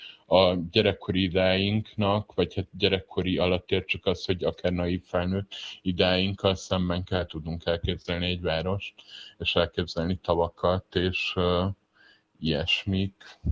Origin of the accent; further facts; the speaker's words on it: Southern Transdanubia, Hungary; én a Dél-Dunántúlon nőttem fel